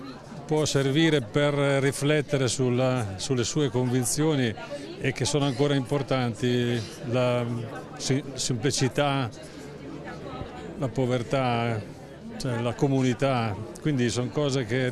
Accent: Fano, Marche, Italy; Io vengo da Fano e ho fatto il cammino a piedi da Gubbio fino qui ad Assisi in 3 tappe.

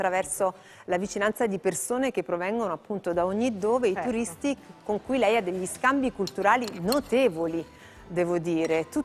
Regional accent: Campania, Italy; Noi il sud lo promuoviamo moltissimo in questa trasmissione perché io sono campana e va bene

